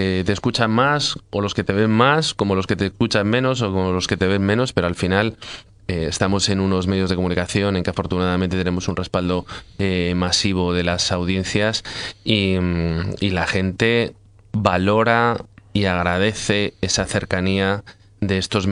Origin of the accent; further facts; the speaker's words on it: Castile and León, Spain; en Castilla y León somos más provincialistas nacionalistas y menos regionalistas nacionalistas. Somos de nuestra provincia, sí, sí, y somos españoles.